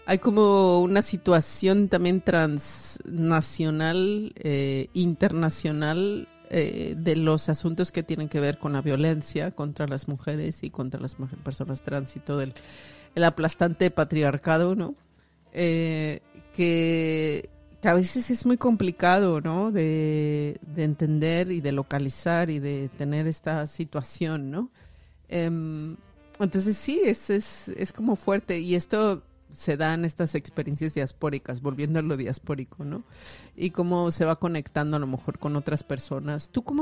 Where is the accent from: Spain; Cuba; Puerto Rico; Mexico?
Mexico; moved away; ¿de dónde eres? Hija, de México.